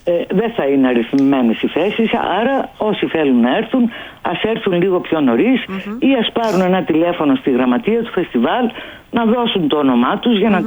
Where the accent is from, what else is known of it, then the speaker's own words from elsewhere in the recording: Kefalonia, Ionian Islands, Greece; είμαι από την Κεφαλονιά